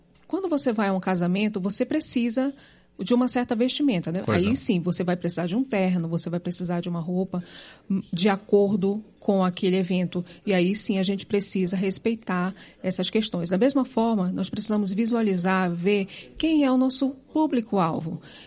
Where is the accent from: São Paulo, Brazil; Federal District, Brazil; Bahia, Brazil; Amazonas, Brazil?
Amazonas, Brazil; Manaus; born there; moved away as an adult; now in Curitiba, Brazil; Sou nascida em Manaus, do Amazonas.